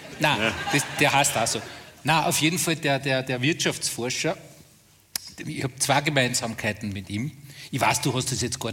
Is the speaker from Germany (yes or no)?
no; Traun, Upper Austria, Austria; Ja, und dann bin ich in Traun aufgewachsen. Kennst Traun?